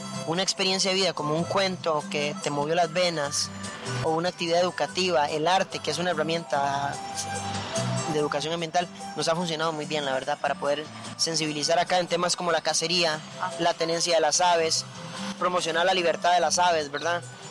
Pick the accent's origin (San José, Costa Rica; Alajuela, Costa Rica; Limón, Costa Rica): Limón, Costa Rica; now in Siquirres, Costa Rica; yo soy cuentero costarricense